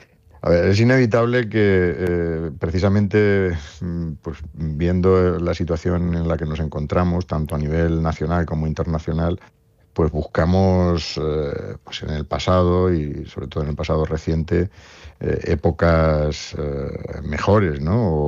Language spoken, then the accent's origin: Spanish; Spain; nuestro país como españoles